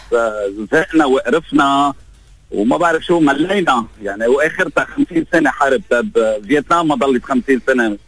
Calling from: Lebanon; من الشفية.

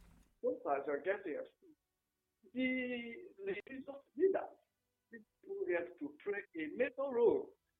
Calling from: Ogbunike, Anambra, Nigeria; I'm reaching you from Ogbonike.

